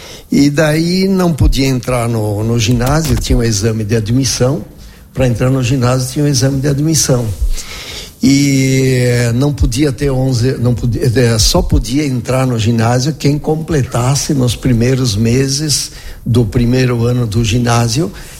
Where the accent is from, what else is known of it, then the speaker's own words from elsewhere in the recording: Marau, Rio Grande do Sul, Brazil; born there; Eu nasci em Marau, numa casa que era em frente ao Altar da Pátria, que temos hoje na Avenida Júlio Borella.